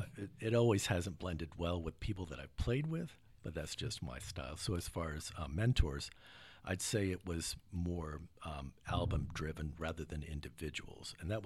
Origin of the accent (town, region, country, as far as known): Houston, Texas, United States; born or raised there; also born or lived in San Antonio